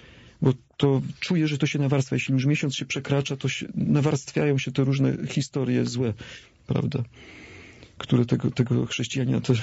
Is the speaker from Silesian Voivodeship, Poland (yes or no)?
yes; Silesian Voivodeship, Poland; urodziłem się na Śląsku i wychowałem się na podwórku śląskim, wśród kanysów, w ordungu, w porządku, prawda?